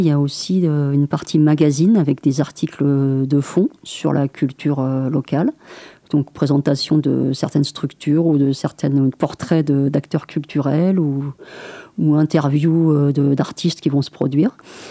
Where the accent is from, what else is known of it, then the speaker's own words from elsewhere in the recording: Île-de-France, France; moved away as an adult; now in Alès, France; moi je vis à l'Est depuis 30 ans. Je suis originaire de région parisienne